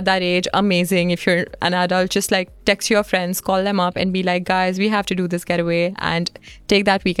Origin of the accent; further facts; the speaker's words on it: Karachi, Sindh, Pakistan; I'm from Karachi